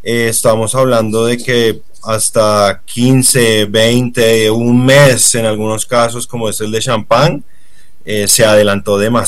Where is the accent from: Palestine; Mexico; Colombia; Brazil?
Colombia; colombiano, sommelier con un poco más de década y media de experiencia en el mundo del vino